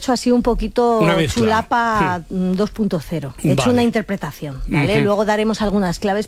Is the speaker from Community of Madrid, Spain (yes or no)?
yes; Madrid, Community of Madrid, Spain; Efectivamente, mi pueblo es la Villa y Corte.